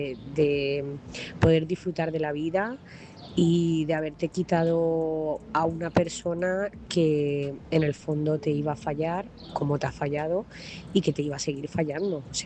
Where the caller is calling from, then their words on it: Talavera de la Reina, Castilla-La Mancha, Spain; Hola, buenas noches a todos. … corresponsal de Talavera de la Reina.